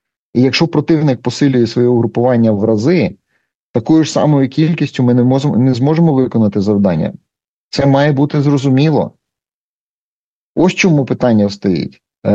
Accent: Ternopil, Ternopil Oblast, Ukraine; в моєму рідному Тернополі

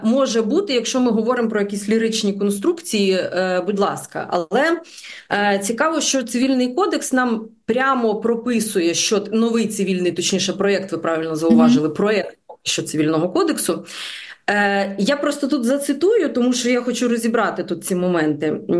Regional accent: Kherson Oblast, Ukraine; moved away; also born or lived in Lviv; я сама з Південної України, з Херсонщини

